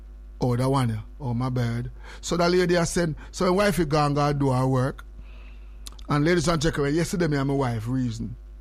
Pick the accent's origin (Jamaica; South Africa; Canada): Jamaica; moved away; we come from Jamaica